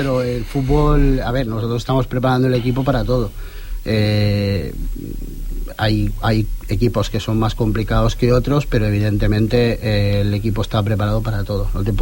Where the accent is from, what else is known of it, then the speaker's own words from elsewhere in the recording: L'Hospitalet de Llobregat, Catalonia, Spain; porque nosotros somos de Hospitalet y al final, pues bueno, hemos dado un paso hacia adelante